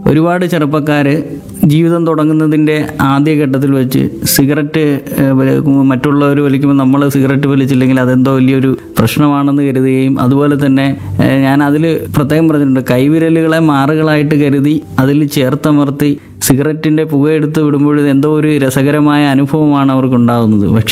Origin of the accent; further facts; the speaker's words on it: Kollam, Kerala, India; also born or lived in Tamil Nadu; അമ്മയുടെ സ്ഥലം നാഗർകോവിലാണ്. ഞാൻ ജനിച്ചത് തമിഴ്നാട്ടിലാണ്, എങ്കിലും ഞാനിവിടെ കൊല്ലത്ത് താമരക്കുളം സ്വദേശിയാണ്. നിലവിൽ ഞാൻ താമസിക്കുന്നത് അഞ്ചാലുംമൂട്ടാണ്.